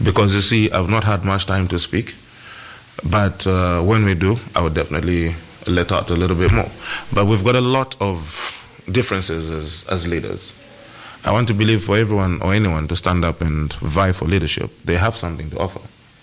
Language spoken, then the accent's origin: English; Lusaka, Lusaka Province, Zambia; I come from Lusaka Central. I was born and raised in Lusaka Central.